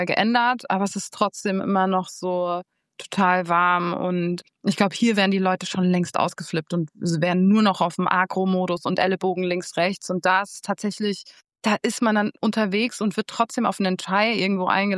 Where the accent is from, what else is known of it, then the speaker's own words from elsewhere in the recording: Munich, Bavaria, Germany; now in Berlin, Germany; Ich bin ja in München geboren und aufgewachsen. Das heißt, das ist so, this is the city where I grew up. Und diese Stadt hat mich, ob ich möchte oder nicht, auf jeden Fall geprägt.